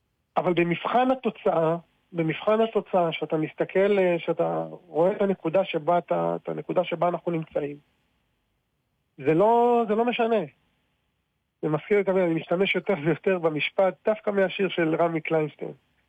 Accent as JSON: {"language": "Hebrew", "town": "Kiryat Shmona", "region": "Northern District", "country": "Israel", "tie": "born or raised there", "said": "אני נולדתי וגדלתי בקריית שמונה."}